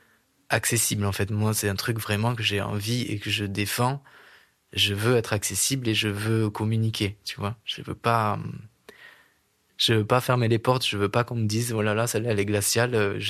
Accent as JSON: {"language": "French", "town": "Saint-Santin", "region": "Occitanie", "country": "France", "tie": "born or raised there", "said": "J'ai grandi à Saint-Santin, enfin, même le hameau Maspourquet, en fait, tu vois, il y a un truc où une personne queer là-bas n'existait pas"}